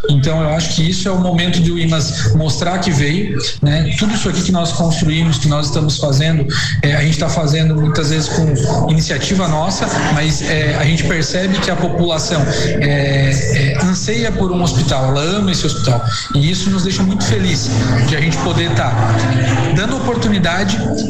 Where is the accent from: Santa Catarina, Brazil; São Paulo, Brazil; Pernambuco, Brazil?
Santa Catarina, Brazil; Armazém; Então, eu sou de Armazém, né?